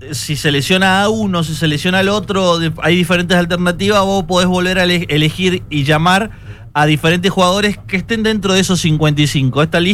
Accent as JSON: {"language": "Spanish", "country": "Argentina"}